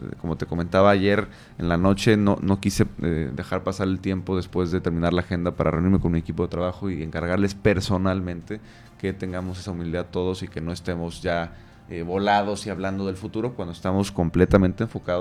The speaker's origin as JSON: {"language": "Spanish", "region": "Quintana Roo", "country": "Mexico", "tie": "born or raised there", "said": "Yo sí soy de aquí, Anuar, yo soy nacido en Quintana Roo, yo crecí en Quintana Roo, estoy formando a mi familia en Quintana Roo, yo no vengo de paso."}